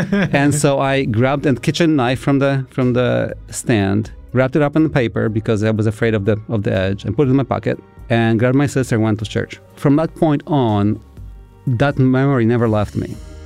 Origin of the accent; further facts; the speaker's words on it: Augustów, Podlaskie Voivodeship, Poland; moved away as an adult; the little town I grew up in Poland.